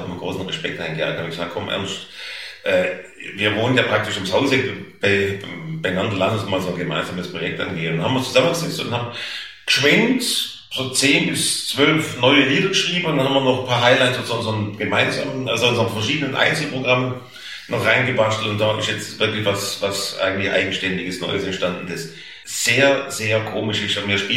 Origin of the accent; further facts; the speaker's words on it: Stuttgart, Baden-Württemberg, Germany; accent: Swabian; ja, ich komme aus Stuttgart, spreche aber Oxford-Schwäbisch